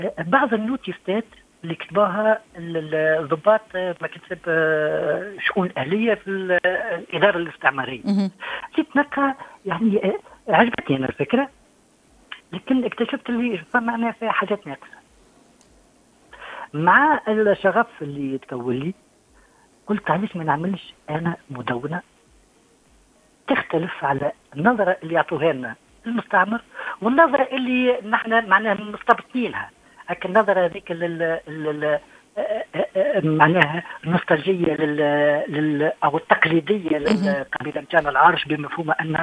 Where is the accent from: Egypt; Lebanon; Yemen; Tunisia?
Tunisia; Mateur, Bizerte Governorate; أنا مش من القصرين، أنا من مصر، أنا بجاوي من مصر.